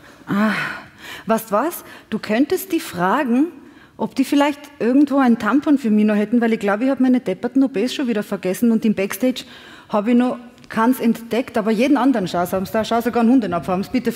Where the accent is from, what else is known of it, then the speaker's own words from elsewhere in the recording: Serbia; Und auf meiner Homepage, da steht, ich komme aus einem Ort namens Bička Materina ohne Autobahnanschluss in Serbien.